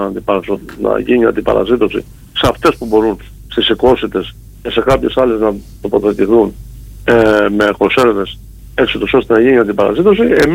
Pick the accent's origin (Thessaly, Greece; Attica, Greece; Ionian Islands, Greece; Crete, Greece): Ionian Islands, Greece; Volimes; στο χωριό μου, στις Βολίμες.